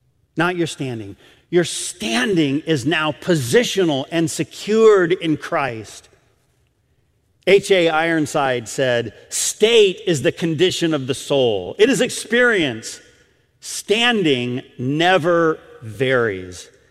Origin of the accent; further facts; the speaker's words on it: Michigan, United States; I'm a Michigander. I grew up in Michigan.